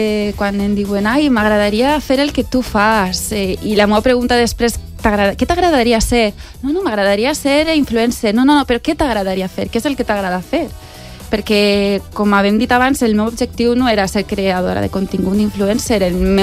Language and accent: Catalan; Alcoy, Valencian Community, Spain; Jo sóc alcoiana, tinc casa al Coi, casa dels meus pares.